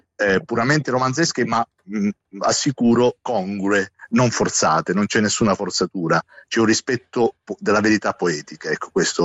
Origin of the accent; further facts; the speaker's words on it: Apulia, Italy; Veniamo dallo stesso ceppo meridionale, io pugliese, lui siciliano